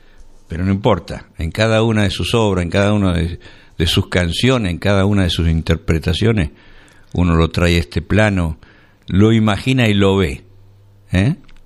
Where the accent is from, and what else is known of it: Argentina